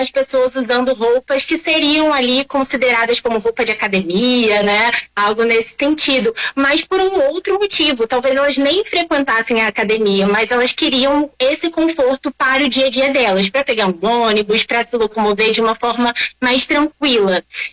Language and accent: Portuguese; Rio de Janeiro, Brazil; Eu sou aqui do Rio de Janeiro, da Zona Oeste, mais especificamente de Bangu. Então, aqui é um território muito quente, tá?